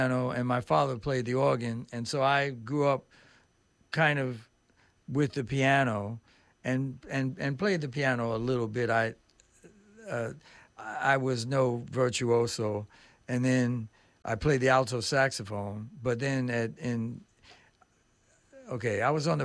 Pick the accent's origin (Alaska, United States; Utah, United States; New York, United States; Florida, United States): New York, United States; Mount Vernon; I grew up in Mount Vernon, and I have no age issues. Like I said, I just turned 72